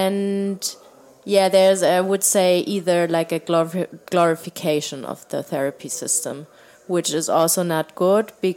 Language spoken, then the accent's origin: English; South Germany, Germany; born or raised there